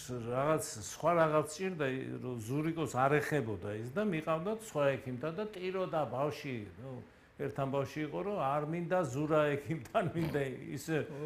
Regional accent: Tbilisi, Georgia; ფიქრის გორაზე დავიბადე 53 წელს გახურებული ომია.

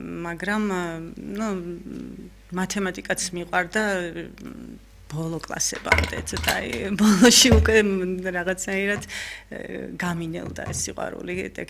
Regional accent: Kakheti, Georgia; კახელი ვარ.

